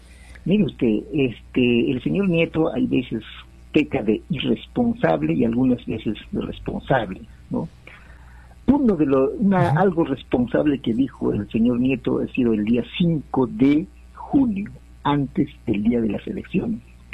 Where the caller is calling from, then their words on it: Juliaca, Puno, Peru; de acá de Juliaca.